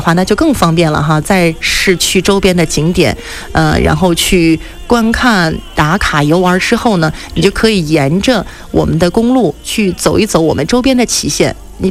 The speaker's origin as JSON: {"language": "Chinese", "town": "Xilinhot", "region": "Inner Mongolia", "country": "China", "tie": "born or raised there", "said": "我是一个地地道道土生土长的锡林浩特人，所以我在这里真的是爱也爱不够。"}